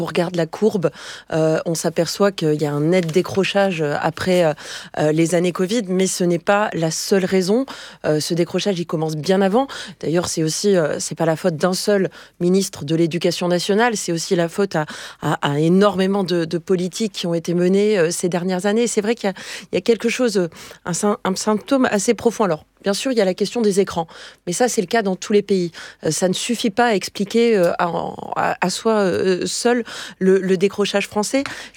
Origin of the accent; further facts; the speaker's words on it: France; Et c'est vrai que ça nous touche particulièrement en tant que Français parce que l'école, c'est un petit peu le sanctuaire de la République